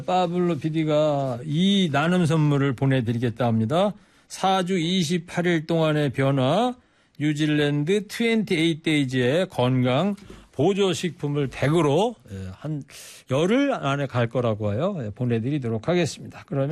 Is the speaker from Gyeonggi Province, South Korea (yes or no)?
yes; Anseong, Gyeonggi Province, South Korea; 이게 저는 뭐 어릴 때부터 그 동네에서 살았던 사람인데 우리 동네 크리켓을 하다니 야 충격이었어요. 물론 그분들이 없다면 안성의 지역 경제도 안 돌아가겠죠.